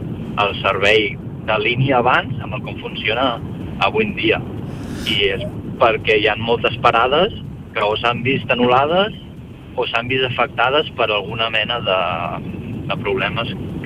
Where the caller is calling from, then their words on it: Catalonia, Spain; Perquè els que som de l'Empordà hi ha zones que és necessari tindre el cotxe.